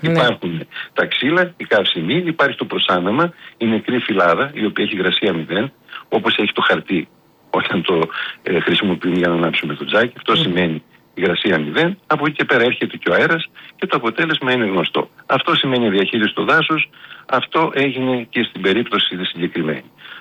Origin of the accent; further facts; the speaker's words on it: Thessaloniki, Central Macedonia, Greece; γιατί ξέρω και πολύ καλά το δάσος, είμαι Θεσσαλονικιός